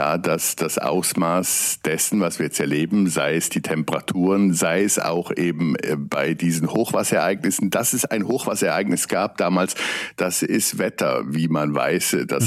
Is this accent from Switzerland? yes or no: yes; Switzerland; Das ist für mich als Schweizer immer schwer zu verstehen, weil bei uns jeder Mensch Anspruch auf einen Bunkerplatz hat